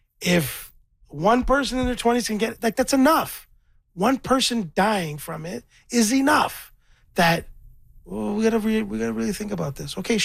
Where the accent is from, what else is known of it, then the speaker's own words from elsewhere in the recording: Scarborough, Ontario, Canada; I'm from Scarborough. I'm a rapper.